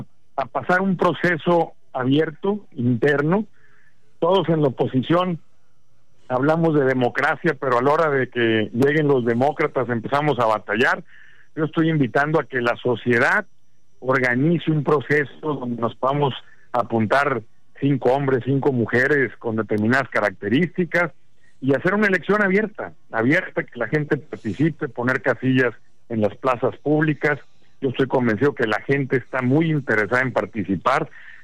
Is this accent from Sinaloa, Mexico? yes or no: yes; Sinaloa, Mexico; como somos los sinaloenses